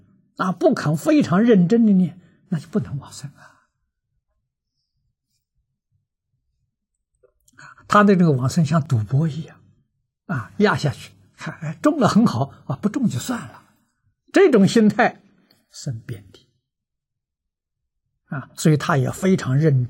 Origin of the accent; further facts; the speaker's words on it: Lujiang, Anhui, China; moved away; 所以在庐江，我的老家